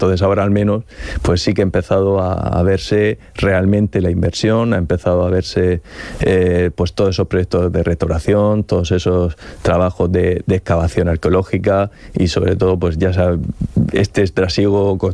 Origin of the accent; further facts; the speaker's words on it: Monteagudo, Region of Murcia, Spain; y yo soy de allí, de Monteagudo, soy del pueblecito de La Cueva